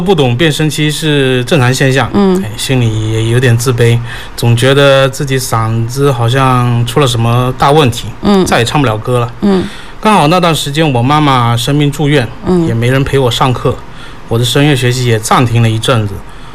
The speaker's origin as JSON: {"language": "Chinese", "town": "Fu'an", "region": "Fujian", "country": "China", "tie": "born or raised there", "said": "对，我是土生土长的牧羊人。小学阶段我都是在牧羊读的书"}